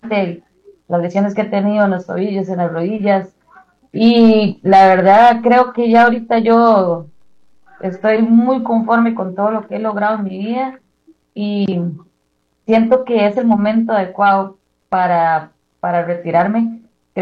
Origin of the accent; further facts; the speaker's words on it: Pérez Zeledón, San José, Costa Rica; moved away; desde que salí de Pérez Zeledón, he estado vinculada a este deporte